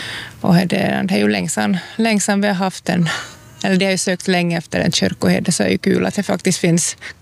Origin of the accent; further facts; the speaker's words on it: Larsmo, Ostrobothnia, Finland; Ja, jag är uppväxt i Larsmo och bor här nu också.